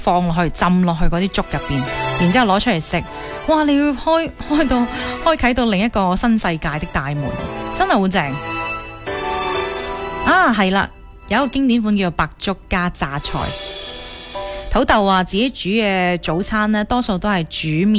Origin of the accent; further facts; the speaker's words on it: Foshan, Guangdong, China; 我喺三水度长大啦